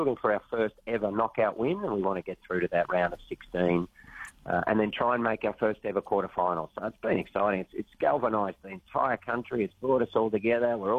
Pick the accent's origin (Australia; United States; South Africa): Australia; Lismore, New South Wales; I'm from Lismore, just down the coast from you guys originally